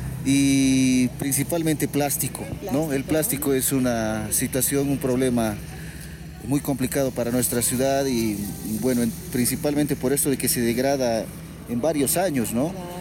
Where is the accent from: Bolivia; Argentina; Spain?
Bolivia; Oruro; nuestro hogar, que es nuestro querido Oruro